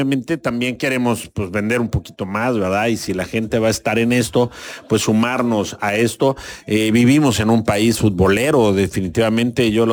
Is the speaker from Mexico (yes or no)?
yes; Mexico; lo que los mexicanos estamos construyendo